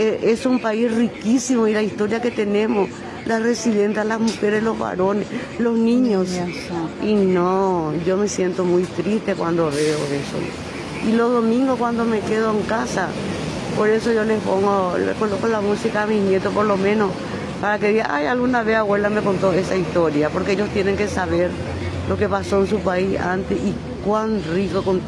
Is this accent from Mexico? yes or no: no; Paraguay; muchísimos paraguayos, 70.100 salimos para festejar el triunfo de Paraguay.